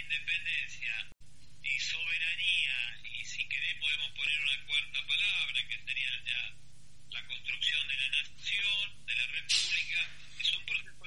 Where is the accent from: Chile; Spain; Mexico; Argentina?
Argentina; Nosotros como Argentina hemos tenido uno de las guerras civiles más largas del mundo.